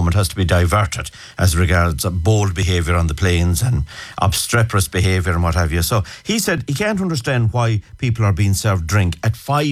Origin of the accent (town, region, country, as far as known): Ireland